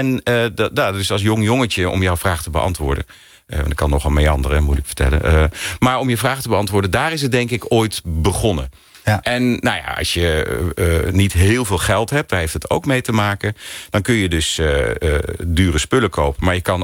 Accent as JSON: {"language": "Dutch", "town": "Arnhem", "region": "Gelderland", "country": "Netherlands"}